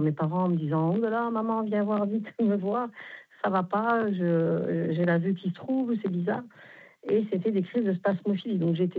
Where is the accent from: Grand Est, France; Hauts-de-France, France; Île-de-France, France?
Grand Est, France; now in Arles, France; Moi, je suis Lorraine, mais j'ai atterri à Arles.